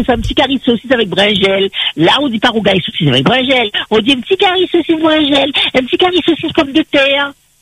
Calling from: Saint-Pierre, Réunion; J'appelle de Saint-Pierre.

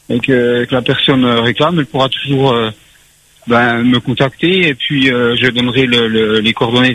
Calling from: Bourgogne-Franche-Comté, France; Alors, on est du Doubs, donc c'est dans le nord-est de la France.

